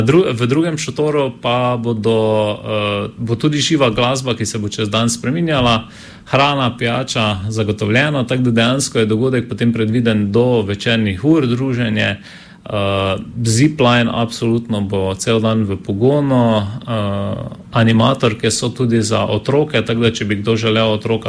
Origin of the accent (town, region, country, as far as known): Styria, Slovenia